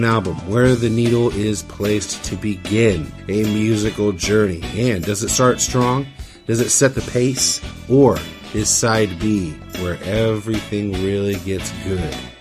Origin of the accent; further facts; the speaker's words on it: Humboldt County, California, United States; I grew up in Humboldt County